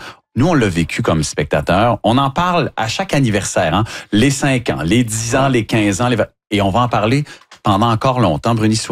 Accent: Quebec, Canada; on est Canadien, on est Québécois, on entend le bonheur dans la voix des descripteurs

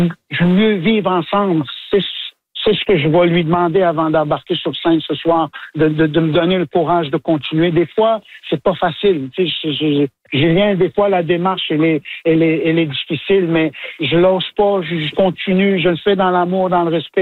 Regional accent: Canada; parce que je suis des Premières Nations, puis je défends ce qui nous reste, nos langues, nos cultures.

